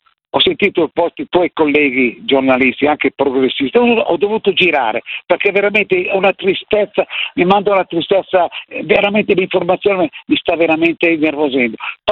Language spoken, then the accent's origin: Italian; Milan, Lombardy, Italy; io ho 81 anni, sono nato in Corso Garibaldi.